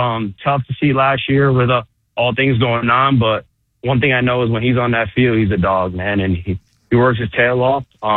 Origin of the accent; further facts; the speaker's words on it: New York, United States; moved away; it's always good to be back home, see my parents.